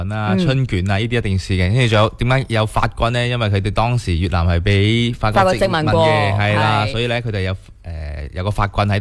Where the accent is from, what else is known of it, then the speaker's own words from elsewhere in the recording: Guangdong, China; 如果好似我哋广东人嚟讲，中意饮热嘢噶嘛，